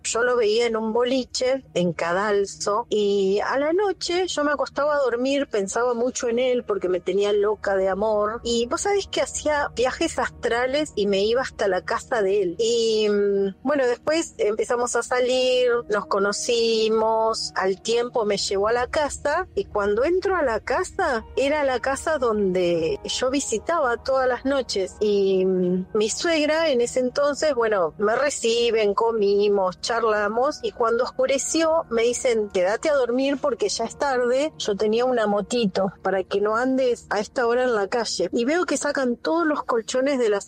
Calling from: Tortuguitas, Buenos Aires Province, Argentina; de Tortuguitas

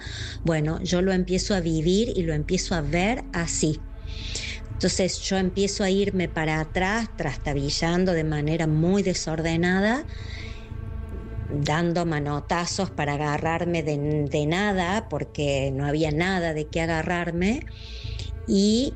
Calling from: Córdoba, Argentina; de Córdoba

